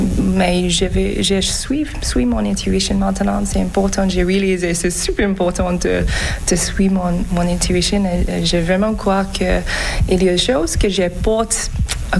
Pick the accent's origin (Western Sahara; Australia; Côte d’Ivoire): Australia; Adelaide, South Australia; French is a second language; moved away as an adult; also born or lived in South Korea / France; now in Quebec, Canada; je viens d'Australie. Je suis adoptée, donc je suis née du sud de Corée, mais j'ai grandi en Australie. J'ai passé la plupart de ma vie en Australie, dans la même ville que j'ai grandi dans, en Adelaide.